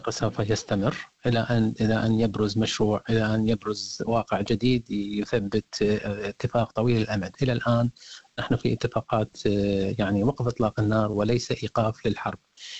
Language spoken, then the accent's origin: Arabic; Iraq; now in Australia; أنا مثلا كشخص عراقي يريد أن نزور العراق